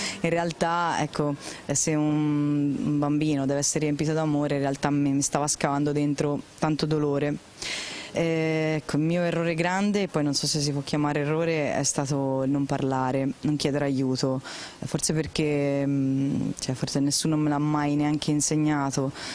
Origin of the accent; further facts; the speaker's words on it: Tuscany, Italy; ho 29 anni, vengo dalla provincia di Firenze e sono cresciuta in una famiglia normalissima